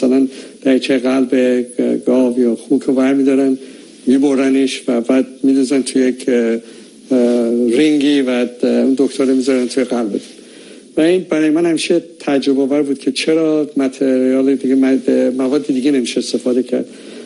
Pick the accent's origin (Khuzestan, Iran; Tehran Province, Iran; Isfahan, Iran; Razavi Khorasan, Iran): Tehran Province, Iran; Tehran; born there; من در تهران متولد شدم